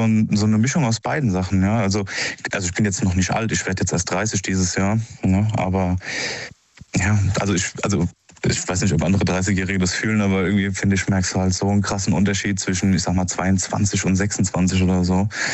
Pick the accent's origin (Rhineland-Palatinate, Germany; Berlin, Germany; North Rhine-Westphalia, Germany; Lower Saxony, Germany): Rhineland-Palatinate, Germany